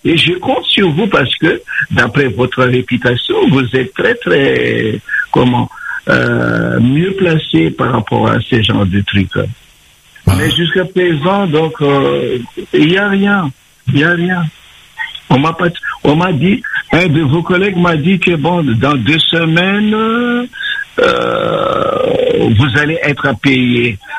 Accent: France; Voilà, oui, je suis français.

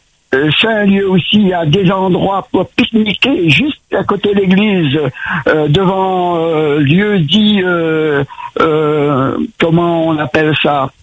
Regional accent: Sainte-Anne, Réunion; moved away as an adult; now in Plaine des Palmistes, Réunion; je suis à Sainte-Anne, j'ai grandi à Sainte-Anne jusqu'à 30, 40 ans.

